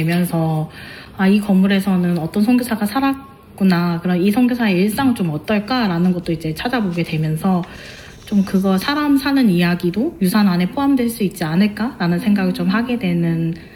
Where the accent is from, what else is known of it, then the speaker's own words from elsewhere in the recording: Suncheon, South Jeolla, South Korea; 저는 이제 이 지역에 살고 있는 청년 중에 하나인데요. 저는 어릴 때 여기 밑에 있는 매산 학교를 나왔거든요.